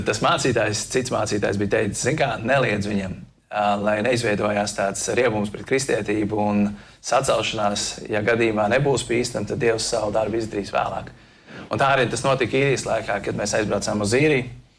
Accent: Grobiņa, South Kurzeme Municipality, Latvia; born there; also born or lived in Liepāja, Latvia / Ireland; Un būtībā arī pats uzaugu bērnībā Grobiņā pirmos dažus gadus. Tā ir mana tāda pirmā draudze, kuras atceros, kur mēs uzaugām. Un tad vēlāk, kad gadi 11 bija, te pārcēlēmas dzīvot uz Liepāju.

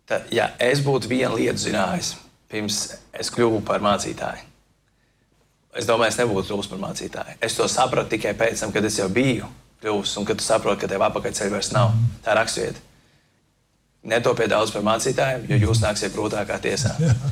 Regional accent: Liepāja, Kurzeme, Latvia; mēs no Liepājas mums katru gadu tā, kad kādi jaunieši beidz skolas, un tad viņi dodas uz Rīgu, piemēram.

